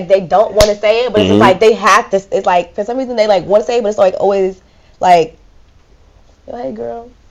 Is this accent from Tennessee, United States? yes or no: no; Hackensack, New Jersey, United States; I'm from Hackensack.